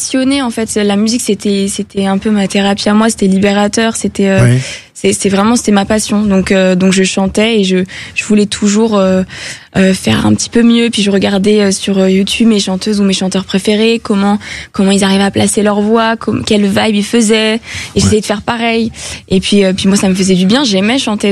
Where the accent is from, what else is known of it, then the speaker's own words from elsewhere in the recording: Île-de-France, France; J'ai grandi en région parisienne.